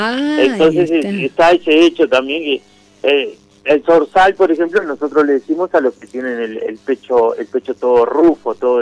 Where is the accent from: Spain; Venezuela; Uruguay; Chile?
Uruguay; Montevideo; yo voy desde niño a Cerro Largo, pues mi familia es toda de ahí, yo soy de Montevideo.